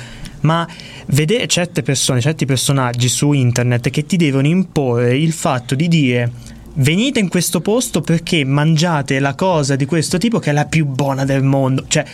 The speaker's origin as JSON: {"language": "Italian", "region": "Marche", "country": "Italy", "said": "Io, non essendo di Bologna, sono marchigiano, vivo a Porto dei Canali"}